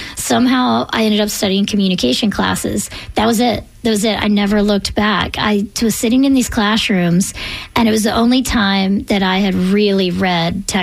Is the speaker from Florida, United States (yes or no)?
yes; Tallahassee, Florida, United States; moved away as an adult; growing up in Tallahassee